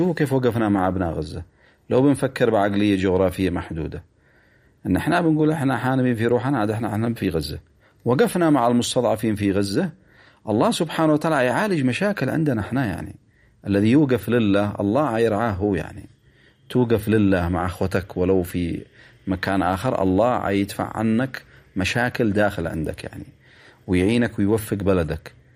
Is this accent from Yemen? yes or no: yes; Yemen; كنا كيمنيين مجهولين حتى عند أنفسنا